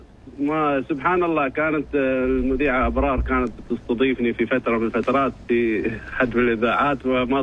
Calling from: Al Buraimi, Oman; من البريمي

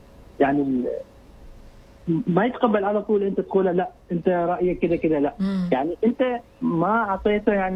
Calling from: Al Mabila, Muscat Governorate, Oman; أنا كلمتم من معبيلة.

